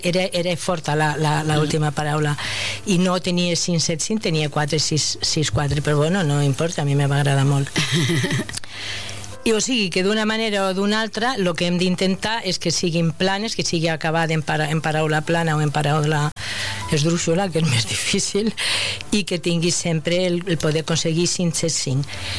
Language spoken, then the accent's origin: Catalan; Castile, Spain; jo sóc castellana i adoro el castellà